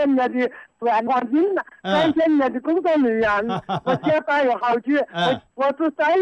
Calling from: Henan, China; 我是河南的。

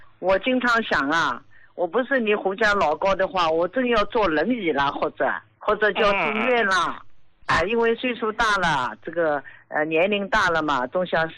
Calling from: Jiangsu, China; 我今年73岁，我是江苏的

